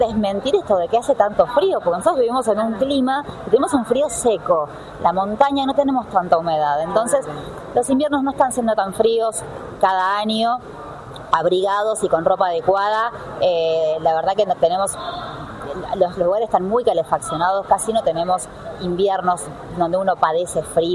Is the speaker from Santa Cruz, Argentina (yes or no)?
yes; El Calafate, Santa Cruz, Argentina; born there; Yo nací en Calafate, así que les puedo contar desde hace muchos años de Calafate. Pero bueno, nada, es un lugar muy pequeño, a orilla del lago argentino. Tenemos una vida muy tranquila